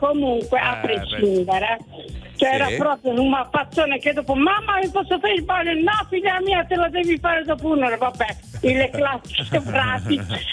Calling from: Conversano, Apulia, Italy; sono di Conversano

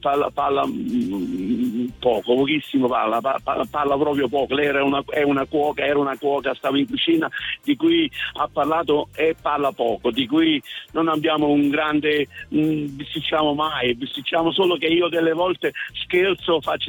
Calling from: Florence, Tuscany, Italy; Io da Firenze

